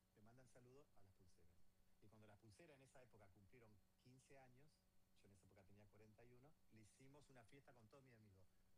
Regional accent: Argentina; moved away; also born or lived in Ibiza; ¿Vos sos argentino? Sí.

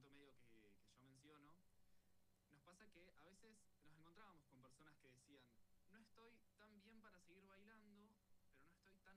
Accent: Fernández Oro, Río Negro, Argentina; somos todos de la zona, casi todos los integrantes somos de Fernández Oro

